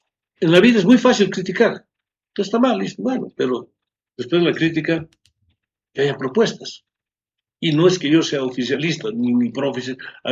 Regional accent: Bolivia; como asambleísta, como boliviano, tenemos la obligación de trabajar por el país

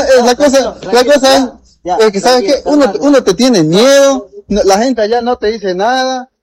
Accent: Villa Paraíso, Bolivia; No, soy de Villa Paraíso. No, yo soy de Villa Paraíso.

